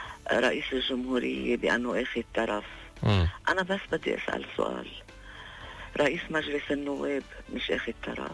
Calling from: Zahle, Beqaa, Lebanon

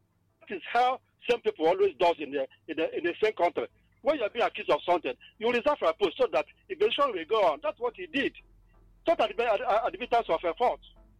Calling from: Anambra, Nigeria; I'm calling for Obunka in Anambra State.

